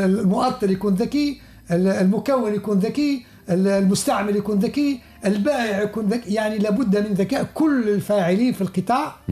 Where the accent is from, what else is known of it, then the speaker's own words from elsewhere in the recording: Tunisia; احنا كتونسيين